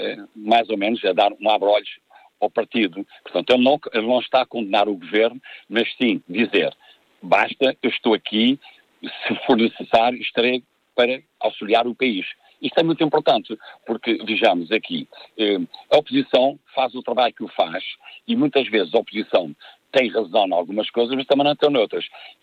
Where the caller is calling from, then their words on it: Azores, Portugal; embora viva aqui nos Açores também, sou português